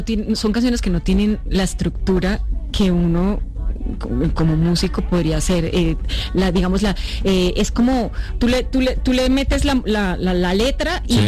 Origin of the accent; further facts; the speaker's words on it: Tunja, Boyacá, Colombia; also born or lived in San Gil; now in Bogotá, Colombia; Pero vivo allá hace muchos años en Bogotá. Me crié en Tuja. Y me encanta la cultura afrocolombiana.